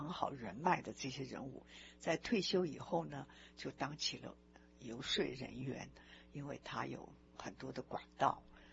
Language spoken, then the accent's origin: Chinese; Taiwan; now in United States; 就像我讲，我来自台湾，我觉得如果台湾很好的话，我讲出去，我觉得我很光荣啊。